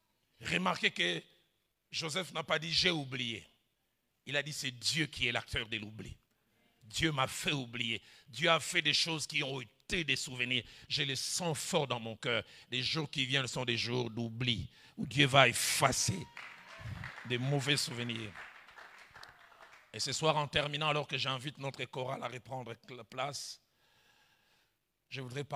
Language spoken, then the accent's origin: French; Lausanne, Vaud, Switzerland; Obed, j'ai grandi à Lausanne. Je connaissais tous les raccourcis de Lausanne, au centre hippique, Institut Kilimani, pour arriver à l'Athénée.